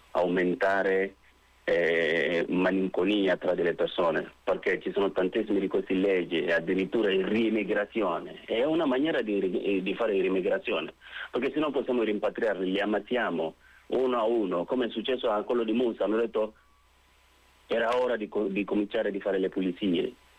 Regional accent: Mali; now in Italy; Ma io sono africano, sono nero, sono del Mali.

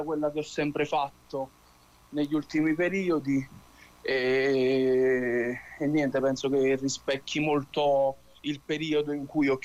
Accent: Cervinara, Campania, Italy; c'è Matthew Banshee, che è un ragazzo di Cervinara del mio paese

